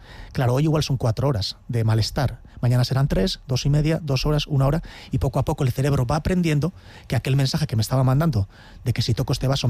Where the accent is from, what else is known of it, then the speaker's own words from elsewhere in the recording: Eibar, Basque Country, Spain; yo soy del Góibar, de un barrio rural llamado San Miguel.